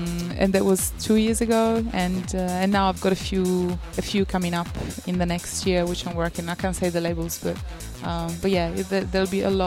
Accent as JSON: {"language": "English", "country": "Italy", "lives_now": "Australia", "said": "So it's quite a long time. So I'm half Australian now and half Italian, pretty much."}